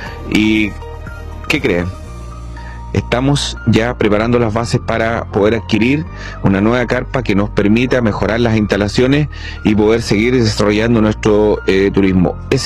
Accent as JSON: {"language": "Spanish", "town": "Lago Ranco", "region": "Los Ríos", "country": "Chile", "tie": "born or raised there", "said": "quienes crecimos y vivimos acá en Lago Ranco"}